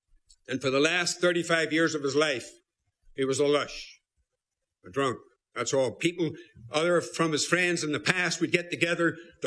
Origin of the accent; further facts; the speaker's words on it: Belfast, Northern Ireland, United Kingdom; Belfast, my hometown.